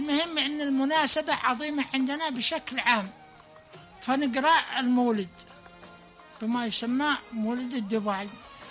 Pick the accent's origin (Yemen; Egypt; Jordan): Yemen; Al Bayda Governorate